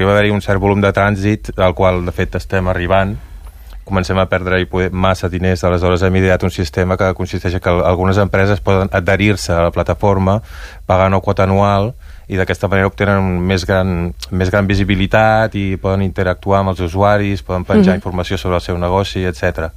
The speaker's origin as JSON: {"language": "Catalan", "town": "Barcelona", "region": "Catalonia", "country": "Spain", "tie": "born or raised there", "moved": "yes", "lives_now": "Banyoles, Spain", "said": "jo sóc fill de Barcelona, he viscut mitja vida a Barcelona i ara porto mitja vida en comarques gironines i Banyoles"}